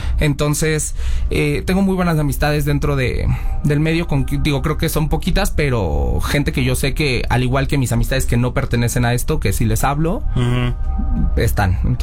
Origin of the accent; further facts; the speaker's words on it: San Cristóbal de las Casas, Chiapas, Mexico; Yo viví en mi pueblo, Deli, allá en San Cristóbal de las Casas. Entonces yo sí, comiéndome mi tamal de chipilín e informándole a la nación.